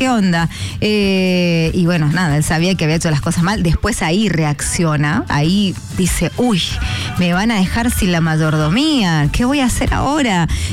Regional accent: Mendoza, Argentina; Yo estoy muy feliz, muy contenta en mi país. Amo mi país, amo Argentina, Mendoza

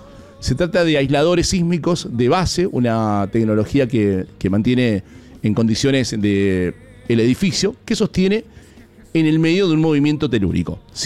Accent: Mendoza, Argentina; nos tendrá a nosotros como mendocinos

